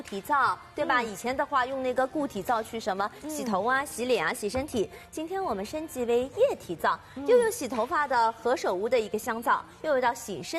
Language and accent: Chinese; Shanghai, China; 因为上海药皂呢是我们上海人从小用到大的品牌